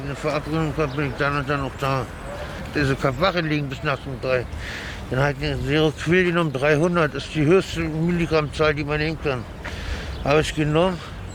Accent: Germany; also born or lived in Italy; Ich bin in Italien geboren, sagen wir mal so.

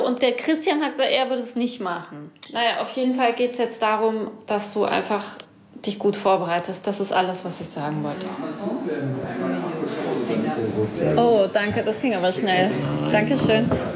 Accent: Cologne, North Rhine-Westphalia, Germany

